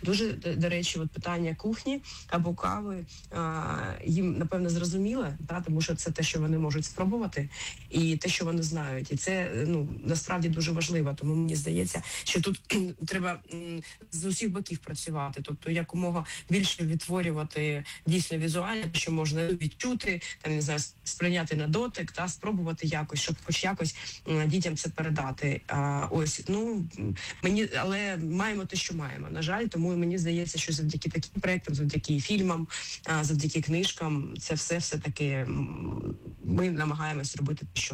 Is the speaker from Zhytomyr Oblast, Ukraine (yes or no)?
no; Kharkiv, Kharkiv Oblast, Ukraine; Я сама з Харкова родом, і треба сказати, що коли я в дитинстві